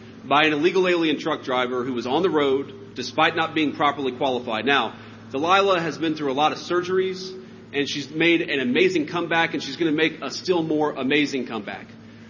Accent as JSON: {"language": "English", "region": "Ohio", "country": "United States", "said": "he's actually from my home state of Ohio."}